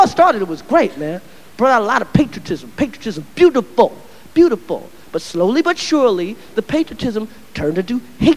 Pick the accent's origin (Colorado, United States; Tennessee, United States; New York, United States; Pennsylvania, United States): New York, United States; Brooklyn; ain't scared of Al-Qaeda. I'm from Brooklyn.